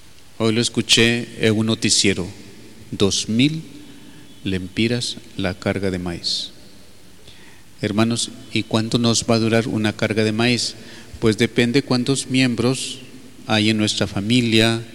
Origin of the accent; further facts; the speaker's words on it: Honduras; Ahí somos nosotros los hondureños.